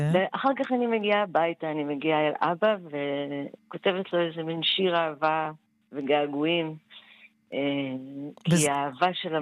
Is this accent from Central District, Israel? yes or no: yes; Kfar Saba, Central District, Israel; אני בתור נערה, ועוד קודם כילדה, בשבוע הספר בכפר סבא